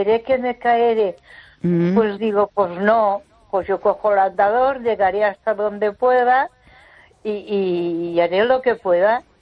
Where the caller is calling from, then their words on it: Ponferrada, Castile and León, Spain; Buenas noches, Esther … de Ponferrada.